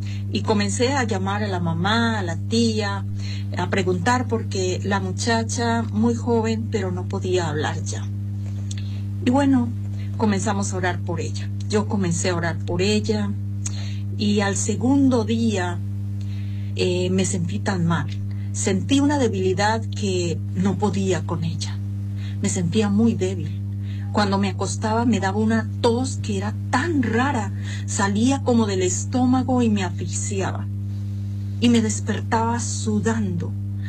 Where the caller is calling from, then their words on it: Colombia; soy de Colombia.